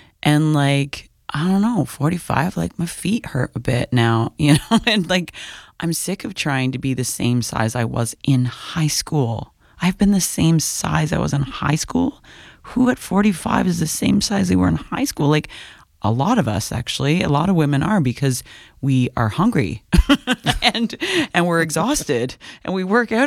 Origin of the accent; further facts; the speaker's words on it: Prince Edward County, Ontario, Canada; A lot of them are like a local Prince Edward County population. I grew up in South End, Prince Edward County, eighth mm-hmm. generation from, farm fields.